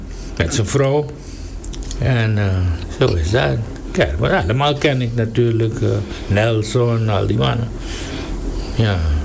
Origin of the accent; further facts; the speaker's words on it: Suriname; toen ze begrepen dat we uit Suriname kwamen